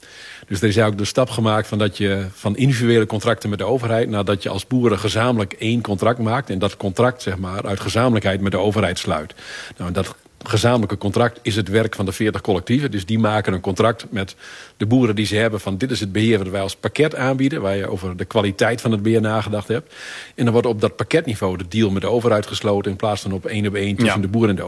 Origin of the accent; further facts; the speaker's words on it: Groningen, Netherlands; Maar we hadden in het noorden van Nederland, waar ik vandaan kom, en ik kom in Groningen